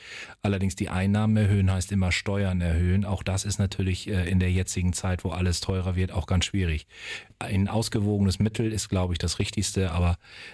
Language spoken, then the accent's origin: German; Friedeburg, Lower Saxony, Germany; weil Friedeburg meine Heimatgemeinde ist und ich sehe, dass man in meinem Beruf viel dafür tun kann